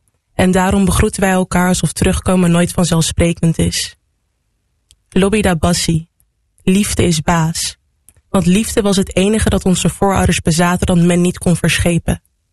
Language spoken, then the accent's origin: Dutch; Netherlands; born there; Ik ben hier geboren, in Nederland, geboren in Togagenees.